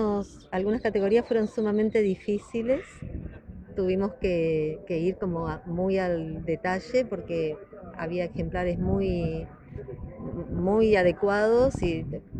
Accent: Argentina; yo vengo de Argentina

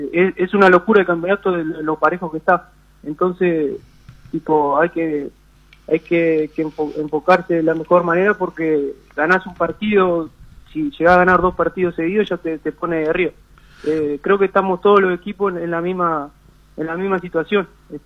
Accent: Tacuarembó, Uruguay; moved away as an adult; also born or lived in Venezuela; now in Montevideo, Uruguay; Tacuarembó siempre me mueve el piso, porque es donde yo debuté y de donde soy

